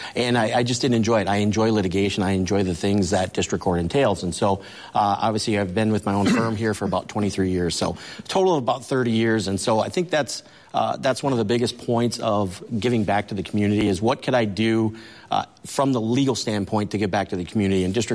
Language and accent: English; Michigan, United States; So I grew up right here in Marquette County, basically born and raised.